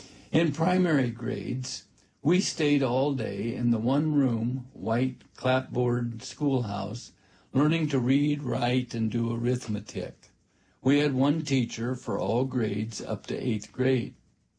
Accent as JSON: {"language": "English", "region": "Iowa", "country": "United States", "tie": "born or raised there", "said": "Growing up in Iowa also meant lying in tall pasture grasses, watching the clouds scud and shapeshift and discovering familiar forms in them."}